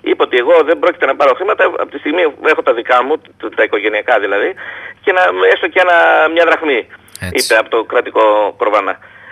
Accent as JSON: {"language": "Greek", "country": "Greece", "said": "σαν Έλληνες είμαστε πάρα πολύ εύπιστοι."}